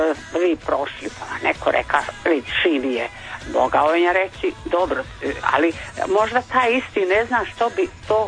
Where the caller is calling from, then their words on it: Zadar County, Croatia; ja sam tu iz okolja, praktično.